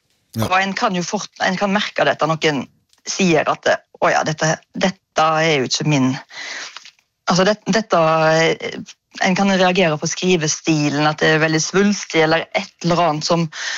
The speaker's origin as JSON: {"language": "Norwegian", "town": "Ølen", "region": "Vestland", "country": "Norway", "tie": "born or raised there", "said": "så hver sommer så pakket foreldrene mine i bilen, og så kjørte vi til Mosjøen fra Ølen, der jeg vokste opp"}